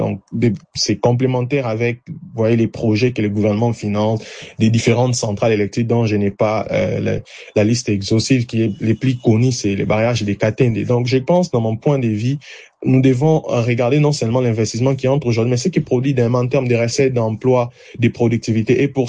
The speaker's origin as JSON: {"language": "French", "country": "DR Congo"}